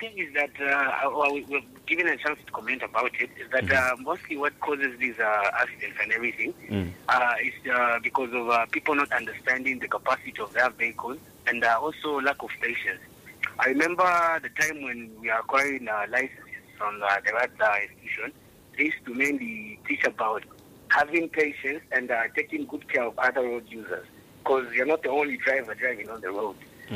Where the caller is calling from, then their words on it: Ndola, Copperbelt, Zambia; I'm calling you from Ndola.